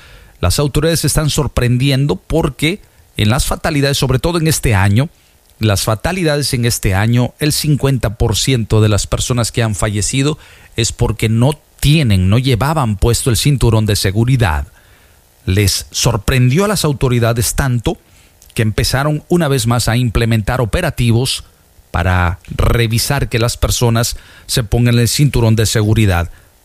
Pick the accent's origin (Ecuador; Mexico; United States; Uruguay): Mexico; Veracruz; Y yo soy de oro. Y yo soy jarocho.